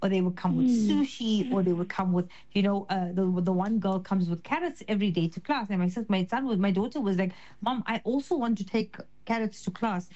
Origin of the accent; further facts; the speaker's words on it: South Africa; as an Indian, you know, our South African culture